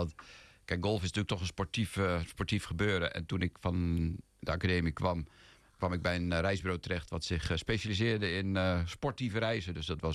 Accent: Emmen, Drenthe, Netherlands; moved away as an adult; also born or lived in Ruinerwold / Groningen; Daarna zijn we verhuisd naar Emmen. Daar heb ik eigenlijk van mijn 2e tot mijn 17e gewoond. Tot ik gestudeerde in Groningen. En toen ben ik geëmigreerd naar Holland, zoals ze dat dan noemen.

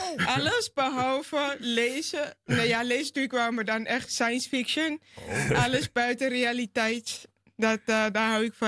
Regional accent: Amsterdam, North Holland, Netherlands; also born or lived in Suriname; En ik kom natuurlijk wel geboren in Suriname, opgegroeid in Amsterdam-Oost.

